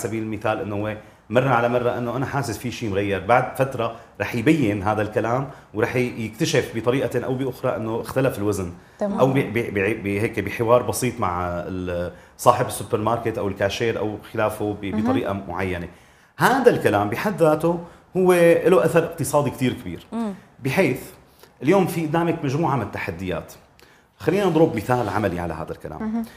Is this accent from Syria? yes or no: yes; Syria; هم عندنا بسوريا بالسوق السوريه تغير وزنها بشكل جذري